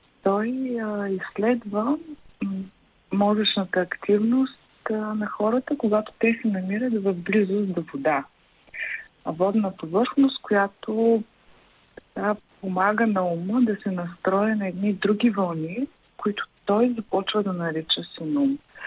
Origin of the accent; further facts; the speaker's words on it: Burgas, Burgas Province, Bulgaria; Аз като човек, който е роден край морето, ние двамата с Андрей всъщност сме от Бургас родом